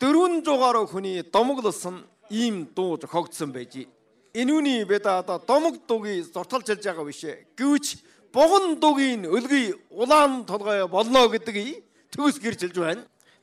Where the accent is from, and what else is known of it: Ordos, Inner Mongolia, China; born or raised there